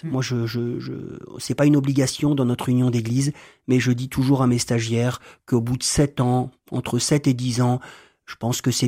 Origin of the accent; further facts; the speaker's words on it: Roubaix, Hauts-de-France, France; born there; Je suis né à Roubaix.